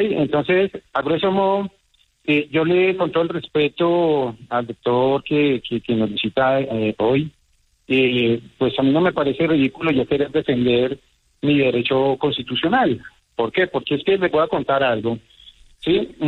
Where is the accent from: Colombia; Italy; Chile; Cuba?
Colombia; Entonces, todos somos colombianos. Todos tenemos el derecho de vestir la camiseta de la selección Colombia.